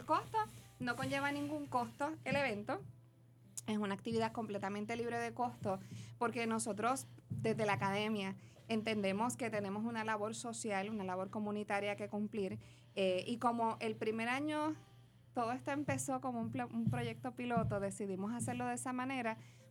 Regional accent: Toa Baja, Puerto Rico; Yo soy del municipio de Toa Baja.

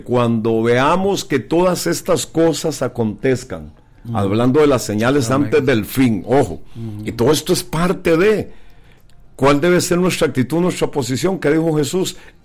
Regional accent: Costa Rica; es una realidad que estamos viviendo nosotros como costarricenses. Y obviamente como cristianos

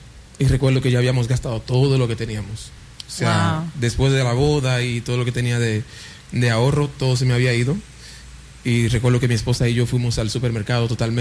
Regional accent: Haiti; Spanish is a second language; moved away; Yo soy de Haití

